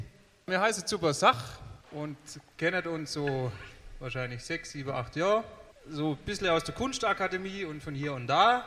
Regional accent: Dornstetten, Baden-Württemberg, Germany; Betty kommt aus Lorenzen-Zimmern und ich komme aus Dornstetten bei Freudestadt.

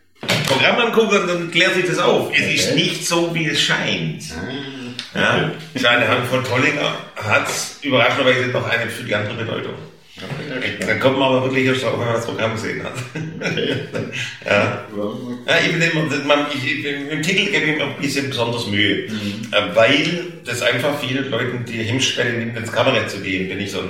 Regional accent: Stuttgart, Baden-Württemberg, Germany; accent: Oxford-Swabian; ich komme aus Stuttgart. Spreche aber Oxford-Schwäbisch

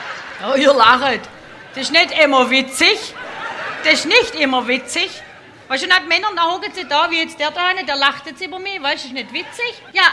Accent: Swabia, Germany; accent: Swabian; wir sind halt Schwabe. Ich bin sehr stolz, ein Schwabe zu sein. Und ich schwätze auch gern Schwäbisch

